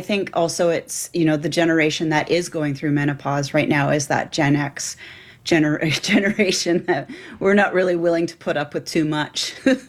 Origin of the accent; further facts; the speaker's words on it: Canada; As I'm a Canadian filmmaker, I'm taking it really directly from my own personal experience